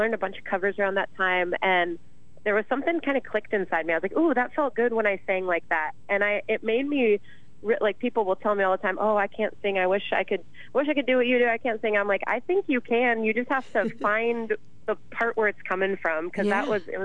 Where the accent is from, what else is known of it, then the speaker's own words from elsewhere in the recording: Phoenix, Arizona, United States; also born or lived in Flagstaff; Yeah, so I wasn't born in Phoenix, but I'm just about born and raised in Phoenix, where we're talking together today. And I lived up in Flagstaff for about 6 years, and that's where I kind of started playing music.